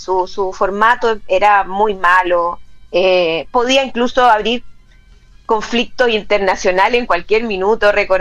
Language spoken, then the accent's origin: Spanish; Chile; No, y además que no, si nosotros necesitábamos como chilenos que salieran, chao.